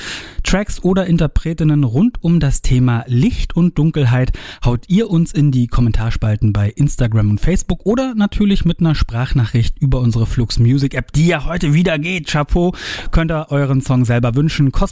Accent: Brandenburg, Germany; now in Berlin, Germany; Ich komme ursprünglich ja aus dem Westhavelland

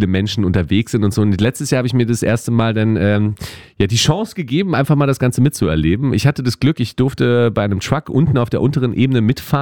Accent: Berlin, Germany; Ich meine, ich komme ja aus Berlin, also der CSD begleitet eigentlich auch schon meine gesamte Zeit hier in Berlin

